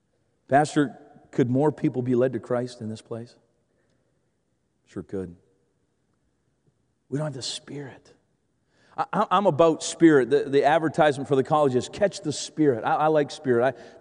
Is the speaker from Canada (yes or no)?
yes; Canada; being Canadian